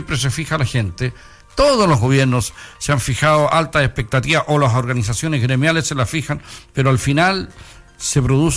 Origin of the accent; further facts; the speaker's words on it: Chile; soy chileno